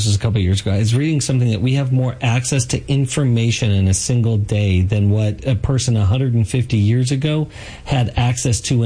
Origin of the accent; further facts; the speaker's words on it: United States; I was fortunate enough to be born as an American and grow up in America.